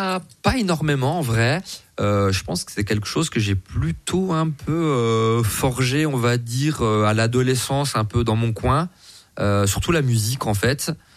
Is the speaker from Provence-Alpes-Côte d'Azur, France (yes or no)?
no; Bourgogne-Franche-Comté, France; moved away as an adult; also born or lived in Dole; now in Besançon, France; je suis né à Besançon, voilà. Et puis j'ai grandi pas très loin dans le Jura. Et puis je suis revenu il y a un moment. Donc oui, 100% de Besançon